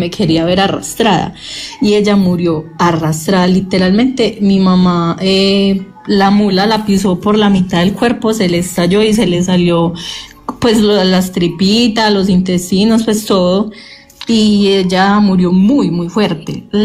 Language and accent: Spanish; Medellín, Antioquia, Colombia; Yo soy de Medellín